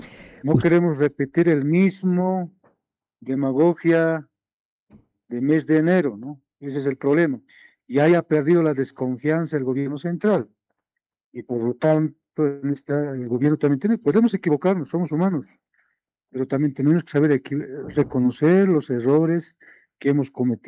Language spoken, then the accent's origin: Spanish; Bolivia